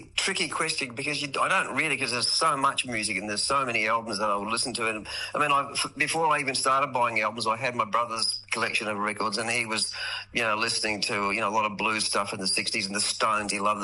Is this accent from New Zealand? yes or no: yes; New Zealand; now in Australia; And he ended up coming when we grew up in New Zealand, and my mum and dad emigrated over to Australia in late 68.